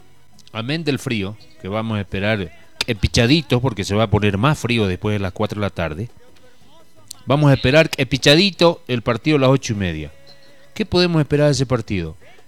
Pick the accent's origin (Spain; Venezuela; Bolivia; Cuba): Bolivia; Vallegrande, Santa Cruz; soy boliviano, ¿no es verdad? Soy vallegrandino, soy cruceño y soy boliviano.